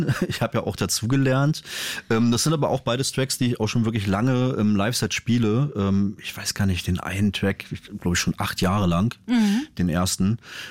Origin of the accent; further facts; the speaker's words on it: Mecklenburg-Vorpommern, Germany; moved away; Ich komme halt ursprünglich aus MacPom.